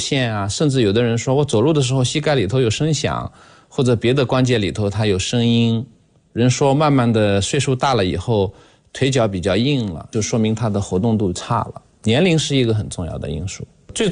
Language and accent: Chinese; China